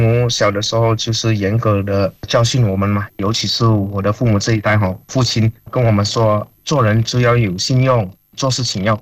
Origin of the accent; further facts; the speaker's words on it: Indonesia; 然后那时候我才5岁，然后我们开始小学的时候，我们班里面只有4到5个华裔的小孩啊，包含我，